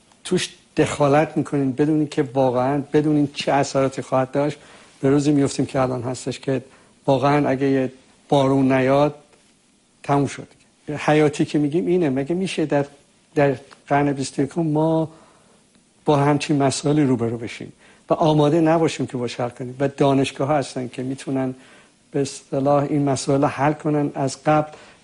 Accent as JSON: {"language": "Persian", "town": "Tehran", "region": "Tehran Province", "country": "Iran", "tie": "born or raised there", "also_born_or_lived": "Shiraz / Pasadena, United States", "moved": "as an adult", "said": "من در تهران متولد شدم از مادری که مال آذربایجان بودن و پدری که مال تهران، و تمام دوران دبستان و مدت زیاد دبیرستان در تهران بودم"}